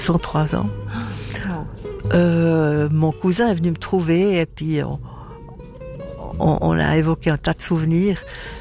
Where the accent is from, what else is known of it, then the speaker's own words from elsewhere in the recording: Lausanne, Vaud, Switzerland; born there; also born or lived in Colombier; Bon, ma grand-mère habitait Lausanne, donc ma mère est venue accoucher près de sa maman, donc je suis née à Lausanne, mais j'ai passé 10 jours en clinique.